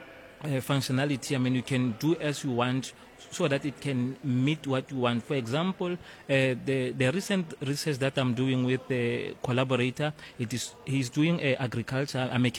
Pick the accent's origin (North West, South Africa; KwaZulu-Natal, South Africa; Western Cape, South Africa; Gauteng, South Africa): North West, South Africa; Mahikeng; now in Limpopo, South Africa; Okay. I'm from Northwest. I'm from Mafikeng.